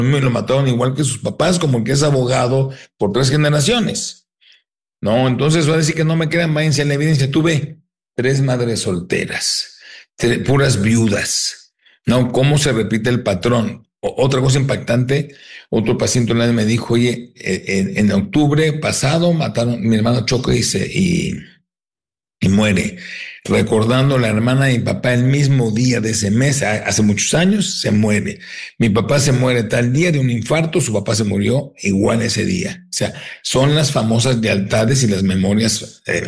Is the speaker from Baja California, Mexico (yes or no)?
yes; Tijuana, Baja California, Mexico; also born or lived in San Diego, United States; Tijuana, San Diego, siempre viví de chico, ¿no?